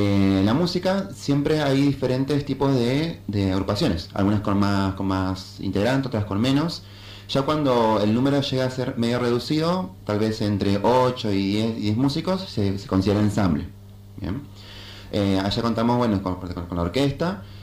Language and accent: Spanish; Río Turbio, Santa Cruz, Argentina; no solo somos de Turbio